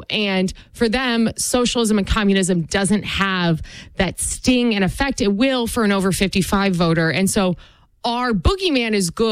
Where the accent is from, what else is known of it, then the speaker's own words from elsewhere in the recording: Rochester, New York, United States; I grew up in, as I like to say, the rest of New York. I grew up in Rochester, New York.